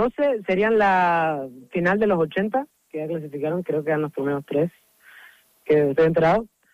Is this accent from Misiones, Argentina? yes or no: no; Rawson, Chubut, Argentina; Yo soy de Rawson y anoté acá los Evita.